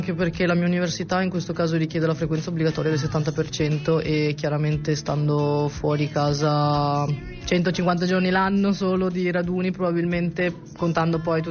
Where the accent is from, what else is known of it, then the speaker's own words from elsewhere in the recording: Cittadella, Veneto, Italy; nel paese in cui vivo, perché vengo da Cittadella.